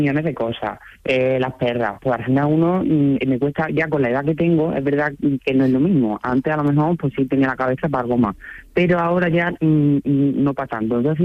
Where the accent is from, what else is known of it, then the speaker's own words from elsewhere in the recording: Córdoba, Andalusia, Spain; also born or lived in Seville / Granada; now in Málaga, Spain; Pues mira, yo soy nacido en Córdoba, entonces pues en mi ciudad evidentemente, en Sevilla, en Granada y en Málaga, que es donde estoy a día de hoy viviendo y trabajando.